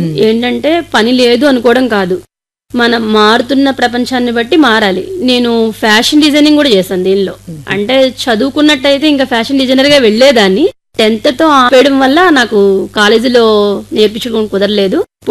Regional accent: Andhra Pradesh, India; అది మా ఊరు ఏలూరు పక్కన చదుమేళ్ళని 5 కిలోమీటర్స్ ఉండేది.

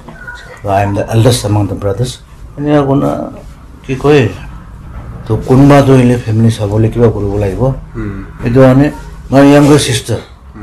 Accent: Nagaland, India; born or raised there; also born or lived in Dimapur

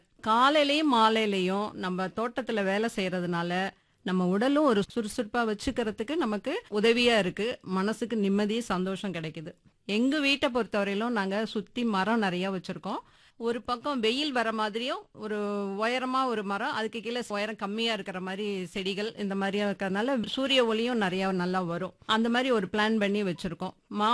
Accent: Thiruvanaikaval, Tamil Nadu, India; born there; நம்ம திருவானைக்காவல் தான்.

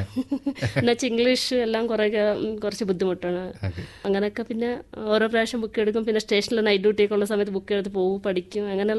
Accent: Nellore, Andhra Pradesh, India; Malayalam is a second language; moved away as an adult; now in Thiruvananthapuram, India; ആന്ധ്രാപ്രദേശിലാണ്, നെല്ലൂർ സ്ഥലത്താണ്.

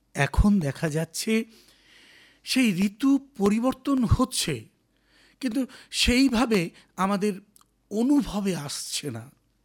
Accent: India; আমাদের দেশ ভারতবর্ষ, এই ভারতবর্ষ শীত প্রধান অঞ্চলে অবস্থিত নয়, এটা আমরা ভালো করেই জানি। আমাদের দেশ ভারতবর্ষ গ্রীষ্মমণ্ডলীয় দেশে অবস্থিত

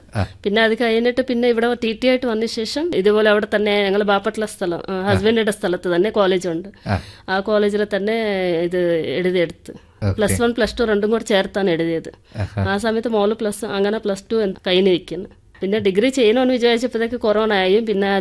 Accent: Andhra Pradesh, India; Malayalam is a second language; moved away; Andhra Pradesh.

